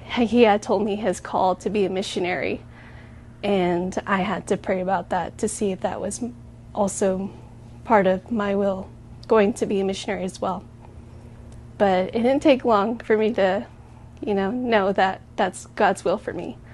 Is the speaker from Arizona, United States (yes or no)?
yes; Arizona, United States; I am from La Cachuca, Arizona, and that's where I grew up with my family. I grew up in a Navajo traditional home